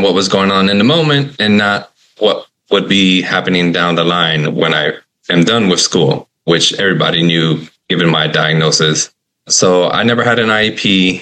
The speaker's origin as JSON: {"language": "English", "town": "Miami", "region": "Florida", "country": "United States", "said": "I'm from Miami, Florida."}